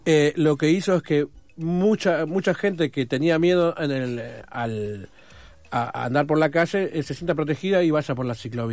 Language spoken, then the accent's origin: Spanish; Buenos Aires, Argentina; yo soy soy porteño.